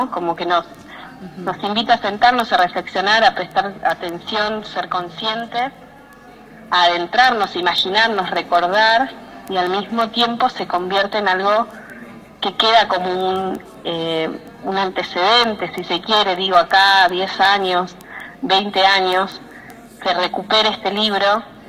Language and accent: Spanish; Puerto San Julián, Santa Cruz, Argentina; Yo soy de San Julián y viví acá en el momento que ocurre el femicidio de Zulma. Zulma vivía a 2 cuadras de mi casa